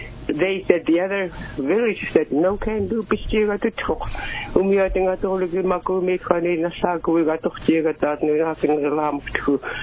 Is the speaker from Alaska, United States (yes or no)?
yes; Kwigillingok, Alaska, United States; I'm from Quigalingok, Alaska, and over many years, since 1980s, before our parents were gone, relocation was a subject.